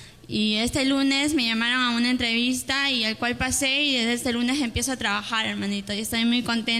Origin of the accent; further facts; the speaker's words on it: Chilca, Lima, Peru; yo vengo de Chilca.